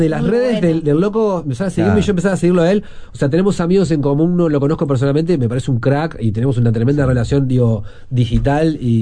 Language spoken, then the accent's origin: Spanish; Uruguay; soy tan uruguayo que extraño mucho cuando me voy